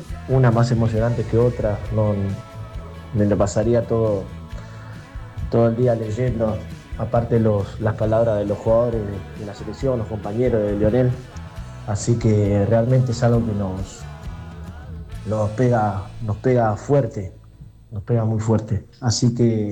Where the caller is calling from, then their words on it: Bosques, Buenos Aires Province, Argentina; de Bosques.